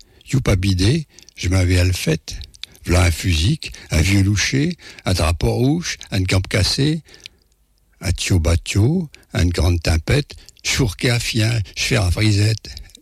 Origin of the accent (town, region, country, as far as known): Paris, Île-de-France, France